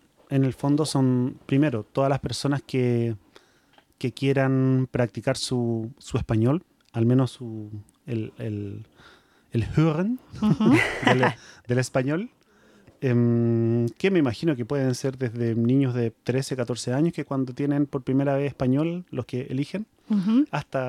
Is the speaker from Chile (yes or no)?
yes; Chile; accent: Chilean; Vamos a ver si podemos neutralizar un poquito nuestro acento chileno.